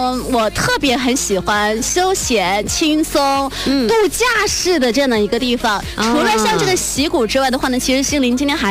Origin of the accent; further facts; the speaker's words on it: Sichuan, China